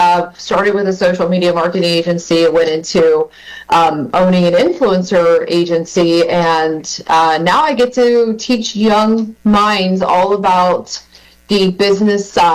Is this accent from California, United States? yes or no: no; Sarasota, Florida, United States; I'm actually a Floridian. I was born in Sarasota and moved around a couple times, but always made my way back, and in a wonderful town called Lakeland.